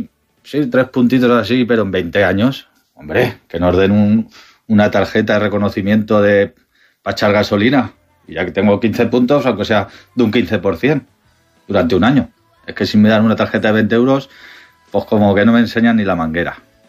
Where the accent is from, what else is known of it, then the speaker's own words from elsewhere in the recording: Valencia, Valencian Community, Spain; Buenas noches, fareros y fareras … de Valencia, el asísmico.